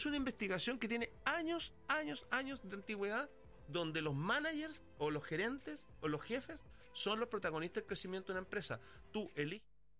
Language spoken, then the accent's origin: Spanish; Arica, Arica y Parinacota, Chile; now in Hong Kong; Yo soy de Arica, ariqueño, pero ahora vivo en Hong Kong.